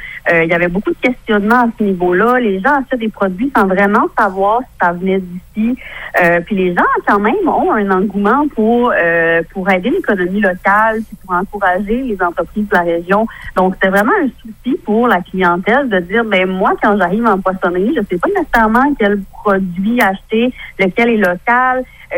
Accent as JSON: {"language": "French", "region": "Quebec", "country": "Canada", "said": "en tant que gaspésien"}